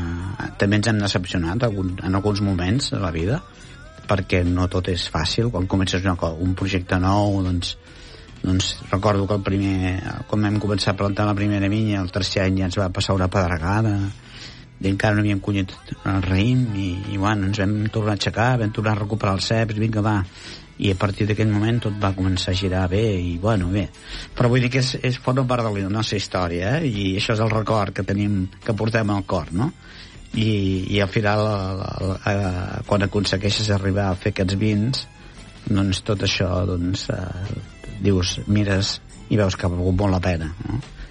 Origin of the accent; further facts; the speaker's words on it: Monistrolet, Catalonia, Spain; jo sóc de Monistrolet, una masia de Monistrolet